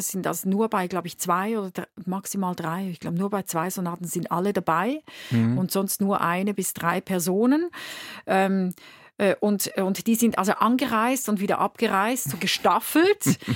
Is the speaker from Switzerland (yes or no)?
yes; Winterthur, Zurich, Switzerland; born there; aus meiner Geburtsstadt in Winterthur gibt es eine Stiftung